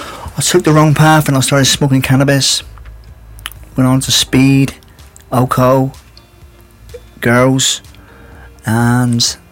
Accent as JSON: {"language": "English", "town": "Plymouth", "region": "South West England", "country": "United Kingdom", "tie": "born or raised there", "said": "Well, I was born in Freedom Fields Hospital."}